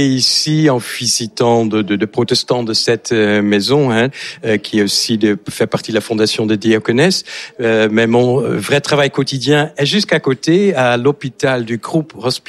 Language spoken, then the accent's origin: French; Netherlands; French is a second language; moved away as an adult; now in France; Tout à fait, que j'ai pas perdu depuis les 35 ans que je suis en France. Je suis néerlandais et donc venu il y a 35 ans en France. J'ai fait une formation à Amsterdam d'universitaire pendant 5 ans